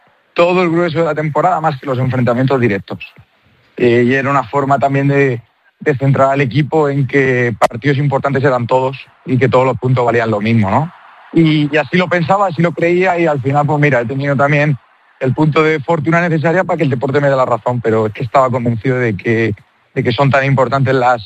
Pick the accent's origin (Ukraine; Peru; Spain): Spain; Murcia, Region of Murcia; Yo soy de Murcia